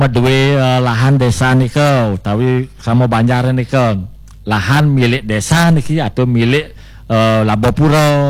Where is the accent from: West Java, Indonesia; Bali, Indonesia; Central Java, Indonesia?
Bali, Indonesia; Kami orang Bali tidak tidak rasis.